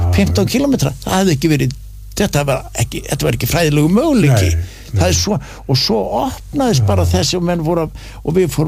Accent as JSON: {"language": "Icelandic", "town": "Kópasker", "region": "Northeastern Region", "country": "Iceland", "tie": "born or raised there", "also_born_or_lived": "Keflavík / Bifröst / Hafnarfjörður", "lives_now": "Reykjavík, Iceland", "said": "fer síðan á Kópasker, á mínar heimaslóðir og þar skólastjóri 2 ár svo flutti ég suður Keflavíkur og svo upp í Bifröst í Borgarfirði"}